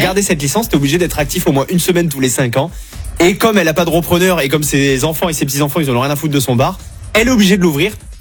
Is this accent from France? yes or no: yes; Normandy, France; Quel coin en Normandie? Je suis normande.